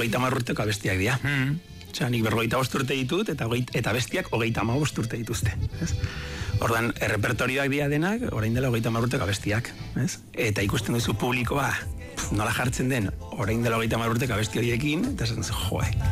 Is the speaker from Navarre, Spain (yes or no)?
yes; Urdiain, Navarre, Spain; also born or lived in Pamplona; Aileratzen zara Urdian jera, eta, bueno, pues, hau da nere herria, hau da nere lagunak, hau da nere familia